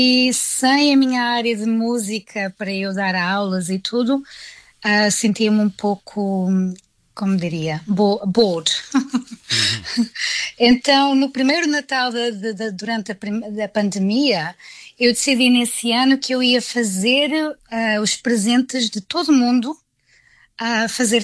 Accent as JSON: {"language": "Portuguese", "town": "Vila Franca de Xira", "region": "Lisbon", "country": "Portugal", "tie": "born or raised there", "moved": "as an adult", "lives_now": "United Kingdom", "said": "Então, eu sou natural de Vila Franca de Xira, Lisboa."}